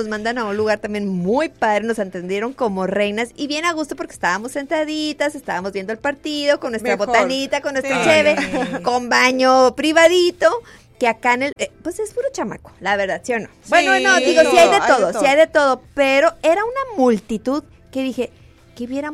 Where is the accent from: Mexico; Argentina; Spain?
Mexico; Tijuana, Baja California; yo crecí en la Rebo. Yo nací